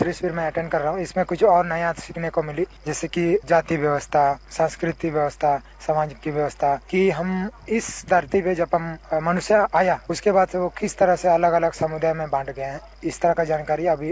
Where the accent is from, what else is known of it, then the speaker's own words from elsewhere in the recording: Chaibasa, Jharkhand, India; मैं पश्चिम सिंहभूम चाईबासा से हूँ।